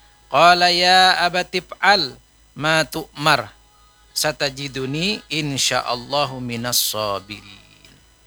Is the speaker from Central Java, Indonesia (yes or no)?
no; Banjar, South Kalimantan, Indonesia